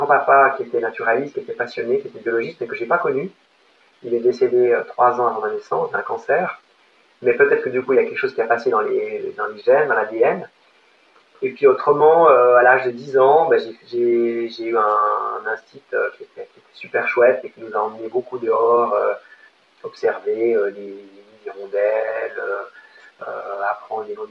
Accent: Switzerland; je viens de Suisse, j'ai grandi au bord du lac Léman, donc en face de la Haute-Savoie.

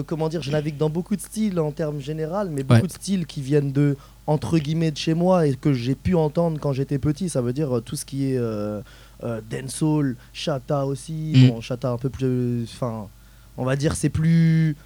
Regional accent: Madagascar; Bah, moi personnellement, je viens de Madagascar.

